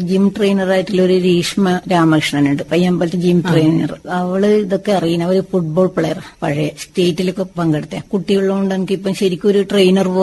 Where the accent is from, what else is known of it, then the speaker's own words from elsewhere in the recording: Mayyil, Kerala, India; അല്ലാതെ പിന്നെ ഗ്രൗണ്ട് ശരിക്കും ഇല്ല മയിൽ പഞ്ചായത്തിൽ.